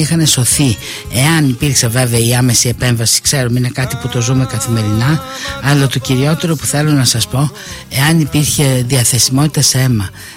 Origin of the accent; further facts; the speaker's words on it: Larissa, Thessaly, Greece